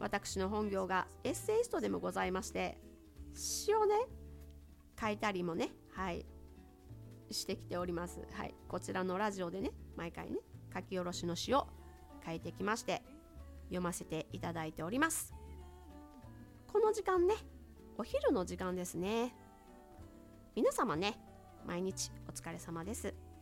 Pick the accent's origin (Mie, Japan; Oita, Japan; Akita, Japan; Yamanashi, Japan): Mie, Japan; 三重県の出身なので